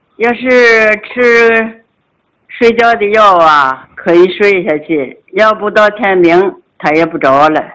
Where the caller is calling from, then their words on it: Jinghai, Tianjin, China; 我来自天津静海，